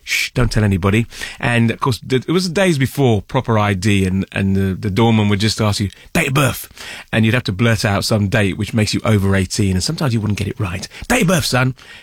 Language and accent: English; London, United Kingdom; being a teenager, growing up in London